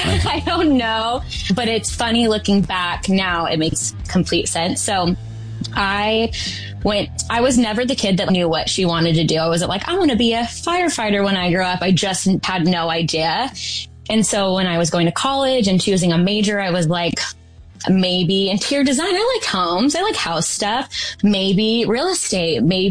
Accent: California, United States; now in Sacramento, United States; So now our home base is Sacramento, California, but I grew up in the Central Valley where Wendy's located.

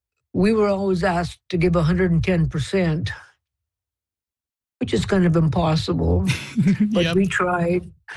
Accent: Ethelbert, Manitoba, Canada; my hometown is Ethelbert

